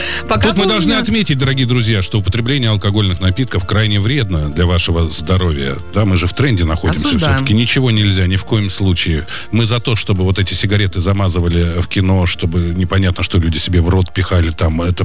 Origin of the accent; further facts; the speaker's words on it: Moscow, Russia; До сих пор многие люди думают, что я из Питера, хотя коренной москвич.